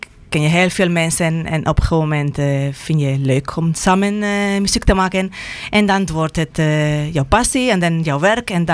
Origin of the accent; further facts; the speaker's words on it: Spain; Dutch is a second language; now in Netherlands; ik kom oorspronkelijk uit Spanje